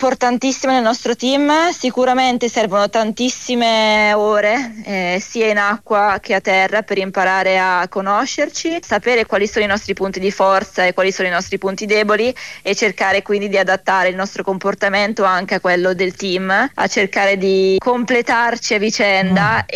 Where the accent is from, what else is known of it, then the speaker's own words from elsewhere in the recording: Brescia, Lombardy, Italy; now in Cagliari, Italy; Vengo da Brescia, fortunatamente ho un aeroporto comodo